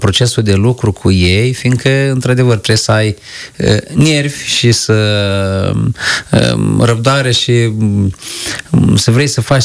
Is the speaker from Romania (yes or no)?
no; Tabani, Briceni District, Moldova; Din Tabani, Briceni. Tabani, Briceni, da.